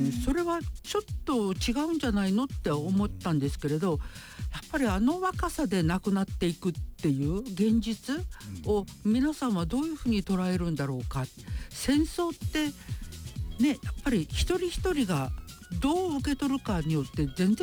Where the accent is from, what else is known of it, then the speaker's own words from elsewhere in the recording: Kure, Hiroshima, Japan; 私は広島で育ってるので、原爆って広島市に落とされて、私が育った呉市っていうところは避難してきた人たちが住んでいた地域、